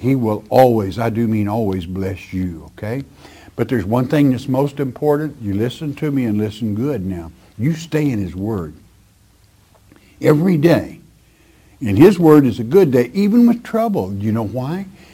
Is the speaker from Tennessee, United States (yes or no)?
no; Oklahoma, United States; I grew up in what they call Tornado Alley. Born and raised in Oklahoma.